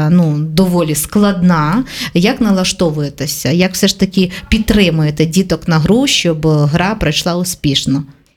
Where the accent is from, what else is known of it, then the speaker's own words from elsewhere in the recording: Korosten, Zhytomyr Oblast, Ukraine; accent: Korosten surzhyk; Ну, ми в такому місті прожили і живемо, що іноді бувають слова. А ти кажеш, це у мене суржик коростанський.